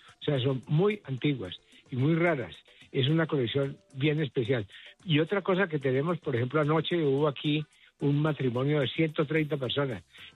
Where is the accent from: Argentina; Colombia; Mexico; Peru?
Colombia; los colombianos no tenemos ni idea qué es lo que tenemos.